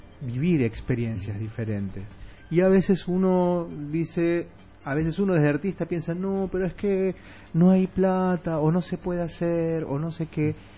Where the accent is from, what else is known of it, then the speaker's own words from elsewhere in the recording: Argentina; moved away as an adult; also born or lived in Misiones; now in Santa Cruz, Bolivia; yo vengo de Argentina, ¿no?, de estudiar teatro en la Escuela Municipal de Arte Dramático en Buenos Aires, de hacer teatro desde mi adolescencia en centros culturales de barrio, después en Misiones, después otra vez a estudiar y profesionalizarme en Buenos Aires, y llegué a Bolivia hace muchos años ya.